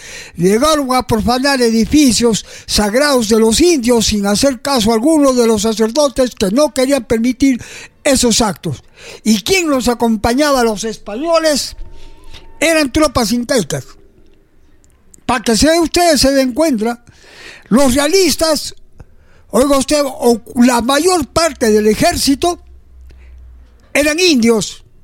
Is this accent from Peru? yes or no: yes; Arequipa, Peru; Arequipa es un lugar muy hermoso.